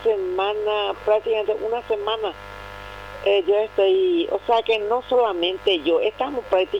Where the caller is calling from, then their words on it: Paraguay; amamos esta bendita tierra paraguaya, porque yo amo tanto mi tierra